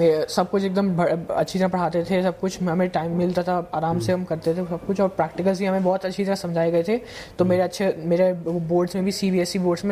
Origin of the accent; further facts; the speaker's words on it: Faridabad, Haryana, India; मैं फरीदाबाद का रहने वाला हूँ